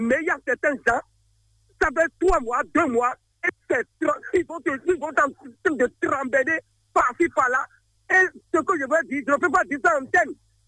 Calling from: Benin; Je vous appelle depuis Digue.

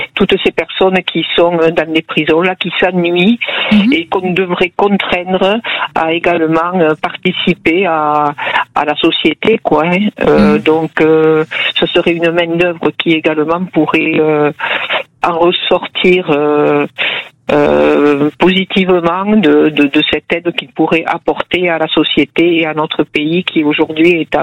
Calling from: Saint-Juéry, Occitanie, France; De Saint-Juéry, à côté d'Albi.

